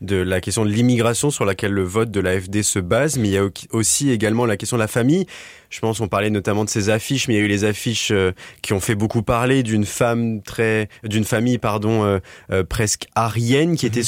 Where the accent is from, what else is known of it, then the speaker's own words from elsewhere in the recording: France; moved away; Moi, je suis français